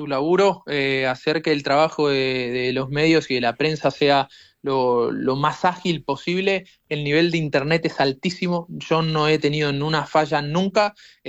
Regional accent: Argentina; now in Kansas, United States; El debut de Argentina, selección campeona del mundo, mi país

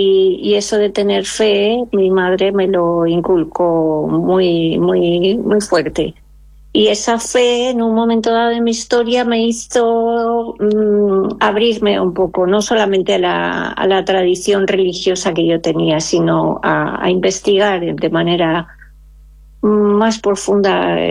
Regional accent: Elda, Valencian Community, Spain; es mi barrio, ahí he crecido yo, aprendí a caminar en esas calles

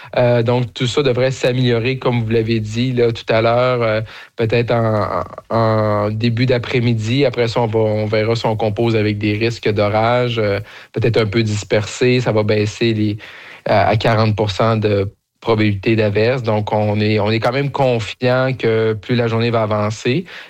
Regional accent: Roberval, Quebec, Canada; parce que je suis originaire de Robertval

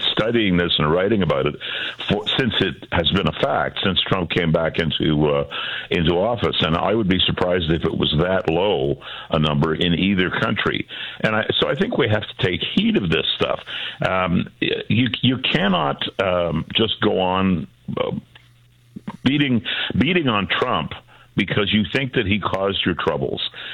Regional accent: Canada; I like being a Canadian

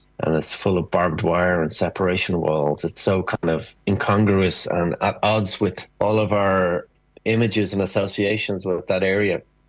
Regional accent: Ireland; And I suppose as Irish people, we have a sense of we are rare in the Western world as a country that never colonized, and we were done to rather than the doing.

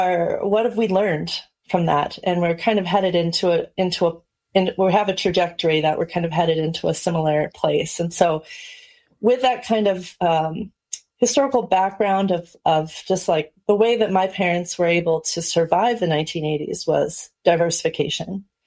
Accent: Charles City, Iowa, United States; moved away as an adult; I grew up here in Charles City, Iowa. We're in Northeast Iowa. For 18 years, came back 18 years later

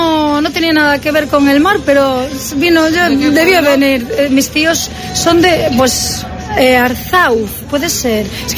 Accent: Ourense, Galicia, Spain; Yo soy de Orense, de la capital. Luego tenemos familia en Sinzo, por esa zona.

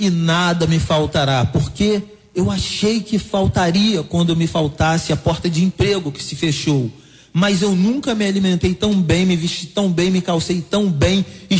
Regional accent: Rio de Janeiro, Brazil; 21, que eu sou do Rio, né?

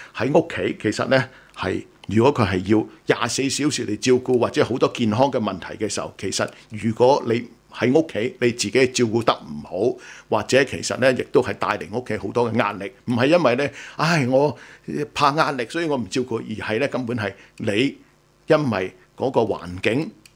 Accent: China; 我哋中國人或者甚至有啲嘅民族，好似意大利啊、希臘啊嚇

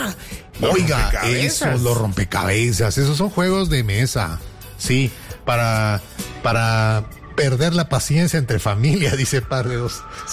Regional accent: Guatemala; lo primero que uno hace como buen guatemalteco

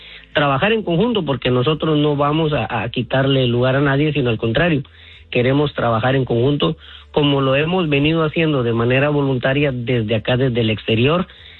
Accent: Guatemala; moved away; nosotros salimos de Guatemala, pero Guatemala no ha salido de nosotros, y estamos pendientes de todas las situaciones que están pasando, por ejemplo, que afectan a nuestro, a nuestra comunidad, no solo acá, sino también allá, porque nuestra gente vive de las remesas

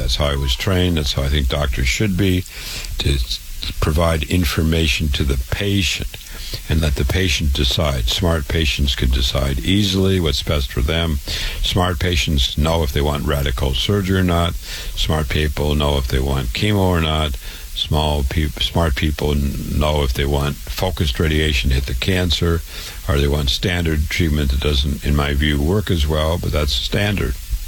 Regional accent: Waterloo, Iowa, United States; I was born and raised in Waterloo, Iowa. I went to public school.

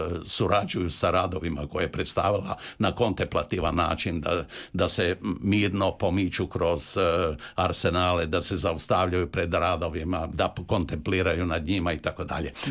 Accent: Croatia

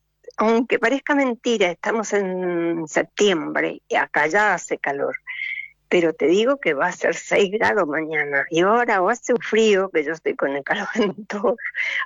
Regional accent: Buenos Aires, Argentina; moved away as an adult; now in Posadas, Argentina; estoy en Posadas Misiones, mi provincia a donde nací, porque en realidad me crié en Buenos Aires, pero estoy feliz, tengo 79 años

